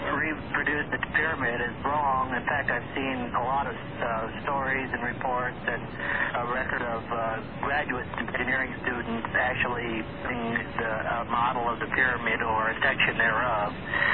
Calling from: Sparks, Nevada, United States; I live in Spark.

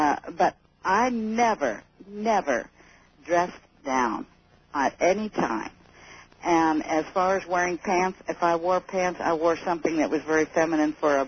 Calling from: Pahrump, Nevada, United States; also born or lived in Honolulu, Hawaii; from Pahrump.

